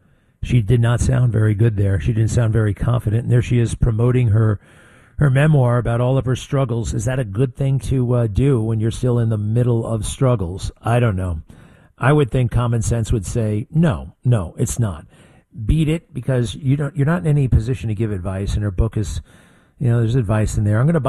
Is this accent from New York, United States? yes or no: yes; Garden City, New York, United States; born or raised there